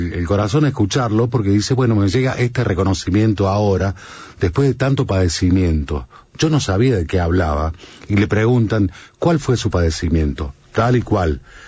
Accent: Rosario, Santa Fe, Argentina; nací en Rosario yo, sí.

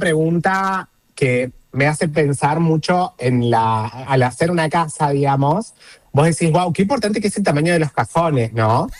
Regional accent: Córdoba, Argentina; yo soy originaria, autóctona del País de Córdoba

